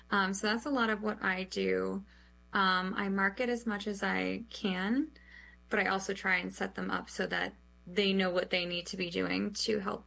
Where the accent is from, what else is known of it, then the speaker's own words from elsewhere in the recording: Boston, Massachusetts, United States; Wicked is because I'm from Boston.